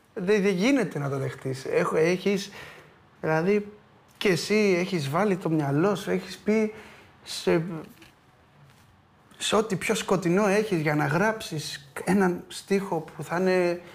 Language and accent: Greek; Greece; Που νιώθουμε σαν Έλληνες, ναι.